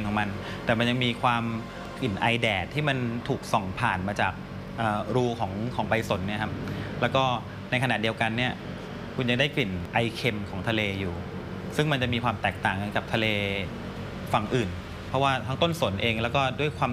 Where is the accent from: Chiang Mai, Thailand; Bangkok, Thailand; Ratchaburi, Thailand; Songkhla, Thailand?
Songkhla, Thailand; born there; ผมเกิดแล้วก็โตในบ้านที่ใกล้ทะเลมากครับ